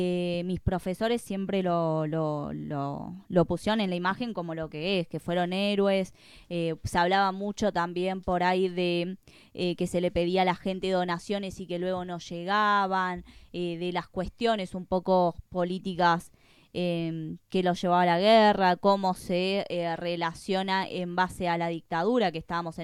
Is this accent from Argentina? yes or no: yes; Argentina